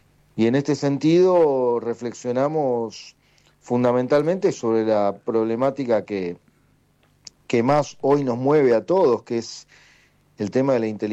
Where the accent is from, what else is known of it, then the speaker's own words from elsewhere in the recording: Buenos Aires, Argentina; porque nosotros somos de Floresta.